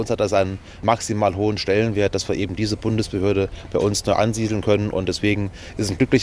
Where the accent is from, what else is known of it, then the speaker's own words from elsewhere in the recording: Saarlouis, Saarland, Germany; wir sind geborener Garnisonsstaat und bei uns in Saarlouis sind alle Soldatinnen und Soldaten